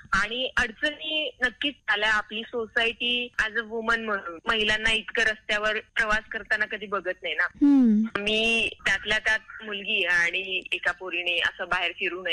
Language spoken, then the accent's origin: Marathi; a village in Yavatmal district, Maharashtra, India; also born or lived in Chandrapur; माझी शाळा गावातच होती, त्यामुळे एवढं काही मला सायकलने बाहेर शिक्षणाला किंवा कुठे जाण्याची अशी गरज नव्हती. पण मी माझं पुढचं 10वी नंतरचं शिक्षण घेण्यासाठी मी शहरात गेले, चंद्रपूर. इथे माझा जिल्हा यवतमाळ येतो